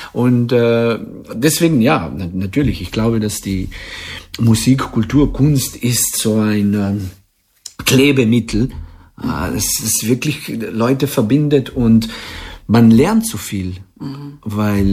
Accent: Radlje ob Dravi, Koroška, Slovenia; also born or lived in Maribor / Paris; Ja, also ich komme aus Radlje, dann habe ich meine Mittelmusikschule in Maribor gemacht

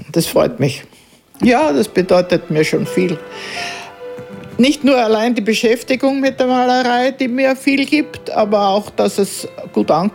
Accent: Bad Radkersburg, Styria, Austria; Ja, ich bin als Kind in Radkersburg aufgewachsen.

